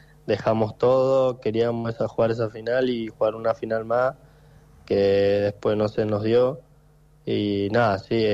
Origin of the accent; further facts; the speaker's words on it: San Miguel de Tucumán, Tucumán, Argentina; also born or lived in Puerto San Julián; now in Comodoro Rivadavia, Argentina; Yo soy de Tucumán, capital San Miguel, me vine acá a Puerto San Julián por el trabajo de mi papá, y nada, me quedé ahí 4 años, 5